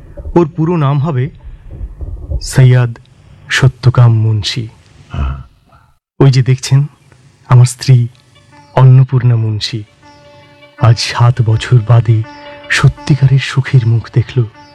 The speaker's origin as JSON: {"language": "Bangla", "country": "India", "said": "আমার পরিচয়, আমি ভারতীয়।"}